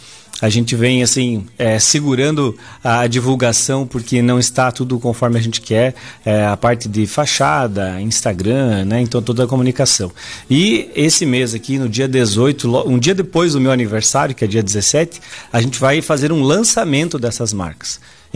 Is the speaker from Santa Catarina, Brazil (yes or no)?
yes; Coronel Freitas, Santa Catarina, Brazil; Sou natural aqui de Coronel Freitas.